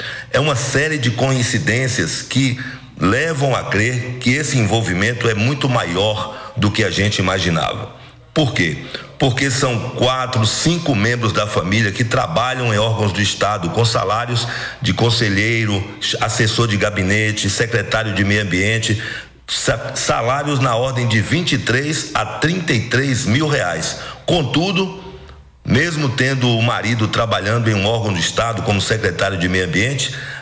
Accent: Bahia, Brazil; nós estamos aqui como baianos querendo uma resposta.

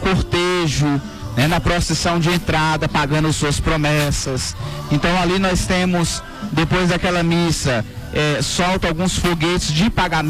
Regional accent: Brazil; now in Caetité, Brazil; Para nós que somos brasileiros

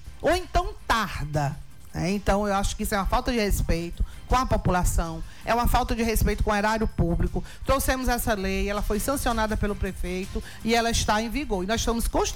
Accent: Altos, Piauí, Brazil; Nasci e me criei em Altos e moro na rua Dom Pedro II a vida toda, né? Tenho 27 anos de professora

